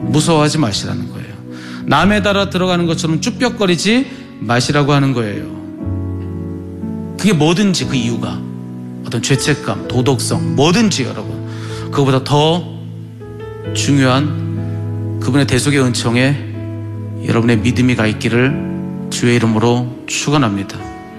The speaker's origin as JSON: {"language": "Korean", "country": "South Korea", "said": "저 한국 사람입니다."}